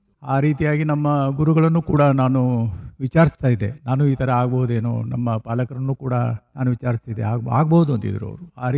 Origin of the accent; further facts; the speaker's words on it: Belagavi district, Karnataka, India; ನಾನು ಮೂಲತಃ ಗ್ರಾಮೀಣ ಭಾಗದಿಂದ ಬಂದವನು, ಬೈಲುಂಗಲ್ ತಾಲೂಕಿನ ಗಂಗನಿಕೊಪ್ಪ ಗ್ರಾಮ, ಸಣ್ಣ ಗ್ರಾಮ. ಆಗಿನ ಸಮಯದಲ್ಲಿ ಸುಮಾರು 1,000 ಪಾಪ್ಯುಲೇಷನ್ ಇರುವಂತಹ ಸಣ್ಣ ಹಳ್ಳಿ. ಈಗ ಸುಮಾರು 2,000 ಜನಸಂಖ್ಯೆ ಇದೆ ನಮ್ಮೂರಲ್ಲಿ.